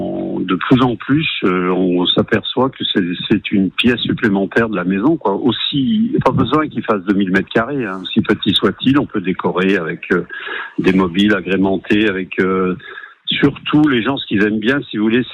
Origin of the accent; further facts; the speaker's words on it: Auvergne-Rhône-Alpes, France; now in Sanguinet, France; parce que moi je viens du métier du bois. Quand j'étais jeune, mais pas dans les Landes, en Haute-Savoie. Moi, je suis un ancien exploitant forestier de la Haute-Savoie.